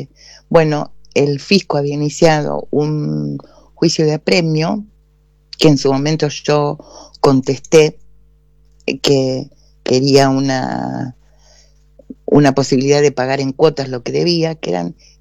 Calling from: Ciudadela, Buenos Aires Province, Argentina; de Citibel.

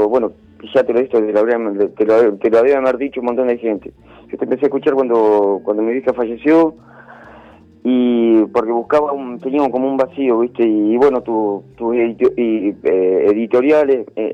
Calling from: Cipolletti, Río Negro, Argentina; … de Cipolletti

